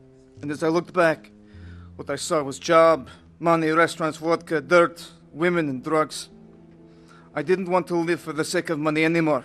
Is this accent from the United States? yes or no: no; Russia; In Russia, we were taught that God does not exist.